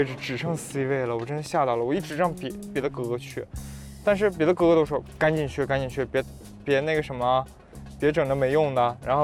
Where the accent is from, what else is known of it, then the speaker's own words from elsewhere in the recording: Jilin, China; 我吉林的。